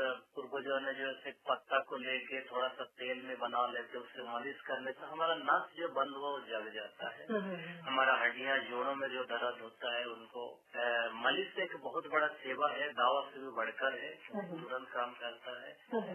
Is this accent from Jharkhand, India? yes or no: yes; Chaibasa, Jharkhand, India